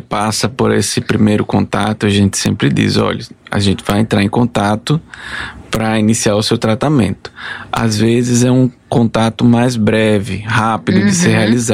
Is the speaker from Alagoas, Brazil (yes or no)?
yes; Alagoas, Brazil; Sou alagoano.